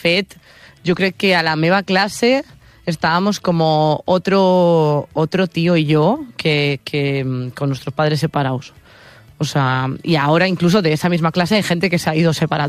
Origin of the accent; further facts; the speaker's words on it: Oleiros, Galicia, Spain; habían venido a las fiestas de Santa Cruz, que es de mi pueblo, hace no sé cuántos años